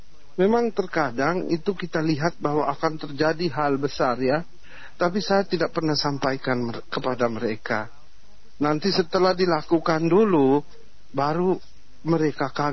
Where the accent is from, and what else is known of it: East Nusa Tenggara, Indonesia